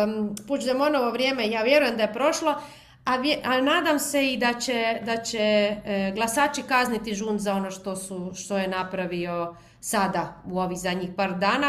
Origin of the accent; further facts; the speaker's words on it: Croatia; pa i kod nas u Hrvatskoj, jel?